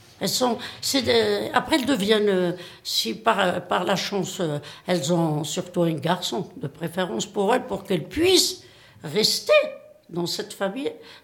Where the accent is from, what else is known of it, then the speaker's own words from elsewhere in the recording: Kabylie, Algeria; accent: Kabyle; moved away; Moi, ma culture, je la vis. Je ne parle pas comme ça. Même mon accent, je l'ai gardé. Tout ce qui est... Quand je vis ma kabylité quotidiennement.